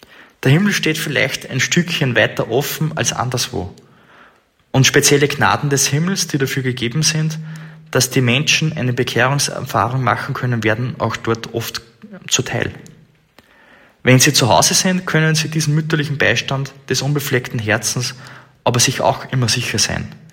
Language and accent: German; Münzbach, Upper Austria, Austria; born there; in der Pfarrkirche von meinem Geburtsort, der Pfarre Münzbach